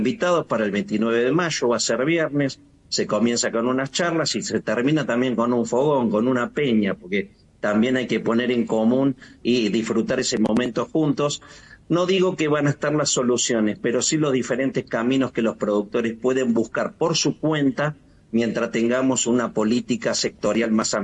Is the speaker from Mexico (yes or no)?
no; Córdoba, Argentina; En Córdoba, soy de Córdoba, sí.